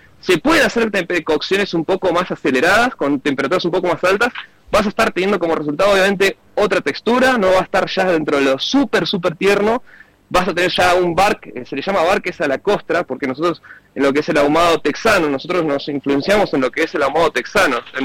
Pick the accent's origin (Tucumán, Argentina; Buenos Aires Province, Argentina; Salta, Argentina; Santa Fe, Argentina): Buenos Aires Province, Argentina; La Plata; moved away as an adult; now in Cipolletti, Argentina; Yo soy platense, pero me raptó hace ya como 3 años, me trajo para acá.